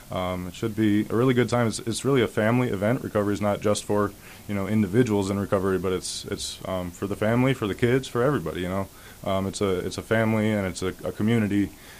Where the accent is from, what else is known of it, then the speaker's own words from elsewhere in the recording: Kalamazoo, Michigan, United States; I was raised here in Kalamazoo.